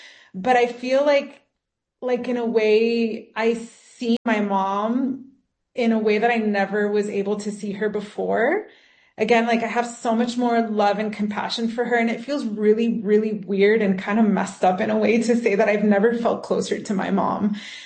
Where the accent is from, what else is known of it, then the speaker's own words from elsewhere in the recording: Miami, Florida, United States; moved away as an adult; now in Mexico; I grew up in Miami.